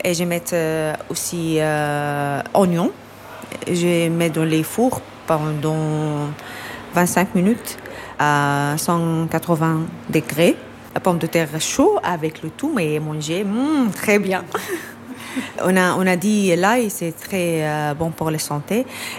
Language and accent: French; Lebanon; Oui, au Liban, on a beaucoup mezzés, à peu près 100 mezzés.